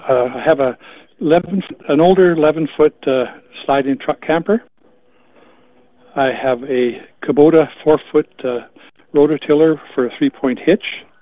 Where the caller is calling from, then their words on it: Alonsa, Manitoba, Canada; I'm calling from the Alonza area.